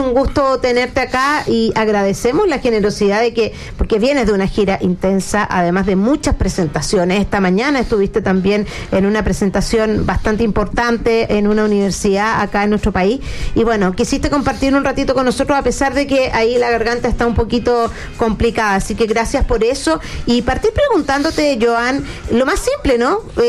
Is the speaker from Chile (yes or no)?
yes; Chile